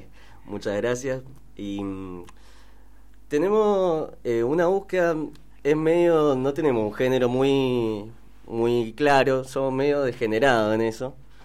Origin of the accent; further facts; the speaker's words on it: Mendoza, Argentina; yo soy orgullosamente mendocino